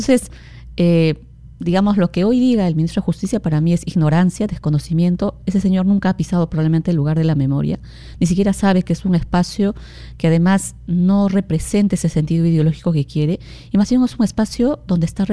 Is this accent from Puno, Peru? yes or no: no; Cusco, Peru; Yo soy cusqueña, he vivido 10 años en comunidades